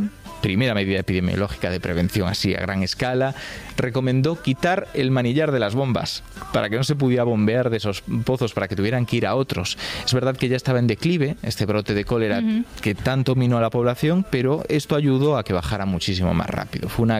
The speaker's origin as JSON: {"language": "Spanish", "region": "Galicia", "country": "Spain", "said": "No, vamos, soy gallego, así que no se trata de ningún tipo de discriminación hacia Coruña"}